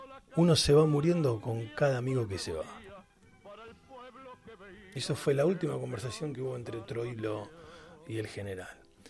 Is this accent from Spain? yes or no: no; Argentina